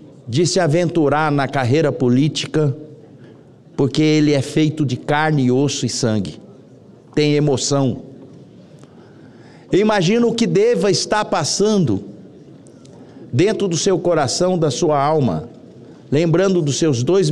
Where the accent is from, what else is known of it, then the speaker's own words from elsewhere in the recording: Mato Grosso do Sul, Brazil; no humilde senador que sou, do Pantanal, do Mato Grosso do Sul